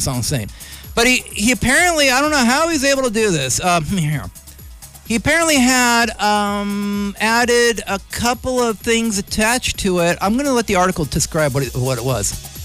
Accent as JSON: {"language": "English", "region": "California", "country": "United States", "said": "You're from the San Francisco Bay, you know? But all of us out here, you know where we're from. Our part of the Bay."}